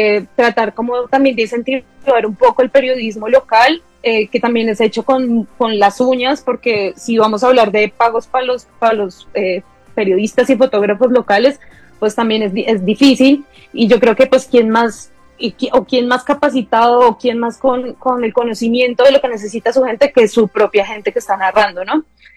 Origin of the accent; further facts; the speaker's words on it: Bogotá, Bogotá Capital District, Colombia; yo soy de Bogotá